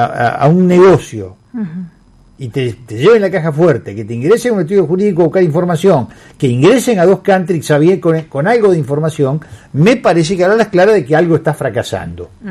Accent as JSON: {"language": "Spanish", "region": "Santa Fe", "country": "Argentina", "said": "yo como vecino de Santa Fe hoy no tengo servicio municipal"}